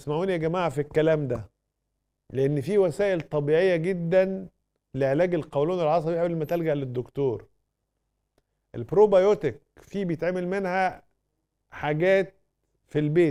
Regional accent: Egypt

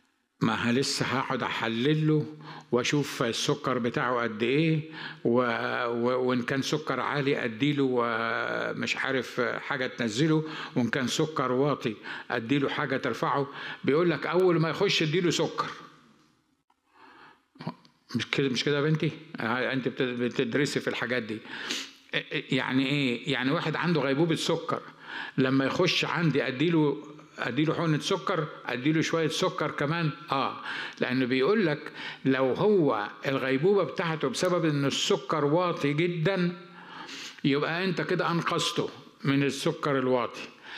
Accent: Upper Egypt, Egypt; عندنا في مصر في الصعيد يروحوا كسرين بصلة ويروحوا حاطينها في مناخيره

